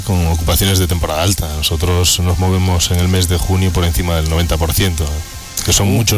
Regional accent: Galicia, Spain; moved away as an adult; Yo soy gallego.

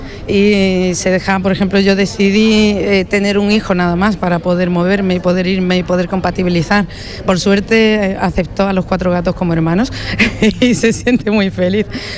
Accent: Málaga, Andalusia, Spain; now in Pizarra, Spain; Vivo en Malagueña soy, he pasado media vida en la capital y ahora vivo en una pedanía de Pizarra.

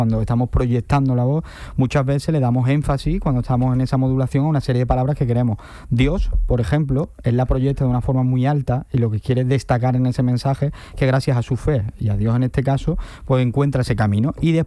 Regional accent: Spain; como españoles creo que hemos disfrutado algo, una mijita nada más

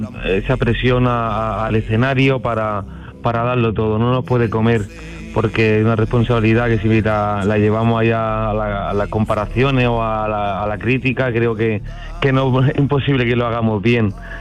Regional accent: Granada, Andalusia, Spain; Generalizo en Granada, mi tierra

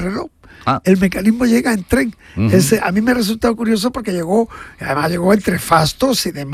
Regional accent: Pilas, Andalusia, Spain; porque yo he visto precisamente el de Pilas, que es mi pueblo, y el de Pilas nos damos cuenta de lo pesado y delicado.

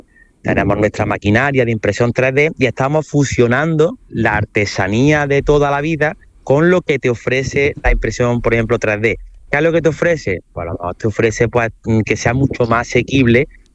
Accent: Córdoba, Andalusia, Spain; Y es verdad que, hombre, no nos vamos a engañar, ¿no? Siendo de Córdoba

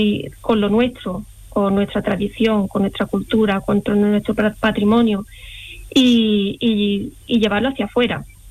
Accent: Granada, Andalusia, Spain; mi amor a la Alhambra como granadina

